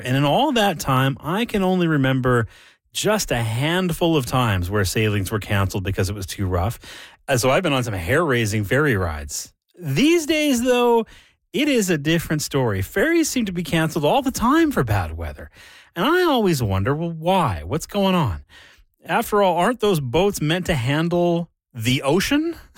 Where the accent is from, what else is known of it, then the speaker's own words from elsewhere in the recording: British Columbia, Canada; I grew up on the Gulf Islands off the BC coast, and that meant a lot of ferries.